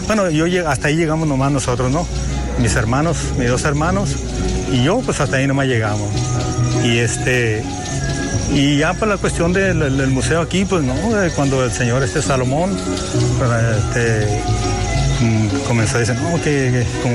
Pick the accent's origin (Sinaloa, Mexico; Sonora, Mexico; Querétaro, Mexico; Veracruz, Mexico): Sonora, Mexico; Trincheras; born there; No, yo nací allá en Trincheras.